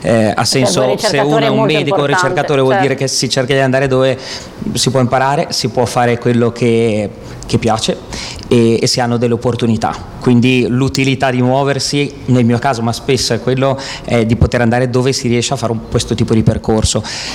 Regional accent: Genoa, Liguria, Italy; Io sono di Genova, ho fatto pediatria

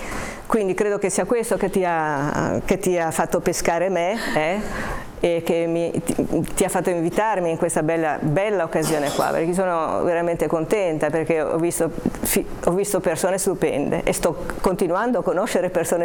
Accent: Genoa, Liguria, Italy; moved away as an adult; now in Haiti; io sono partita 25 anni fa da Genova, io sono una genovese che 25 anni fa ha, posso dire essere stata catapultata nello stesso posto dove Cristoforo Colombo tanti anni prima aveva messo piede. Io vivo ad Haiti

